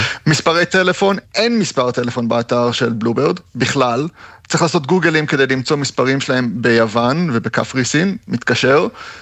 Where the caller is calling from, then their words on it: Berlin, Germany; אנחנו גרים בברלין, כרגע אני בקולורדו